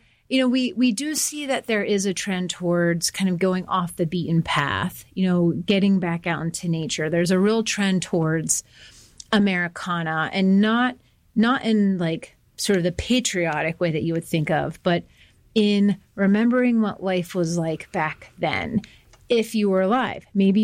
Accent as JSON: {"language": "English", "town": "Lewistown", "region": "Pennsylvania", "country": "United States", "said": "I'm from Lewistown. You know, you go to Mifflin County, you go to Juniata County, and there are still drive-in theaters and Twin Kiss ice cream stops, and you can go tubing down the Juniata River."}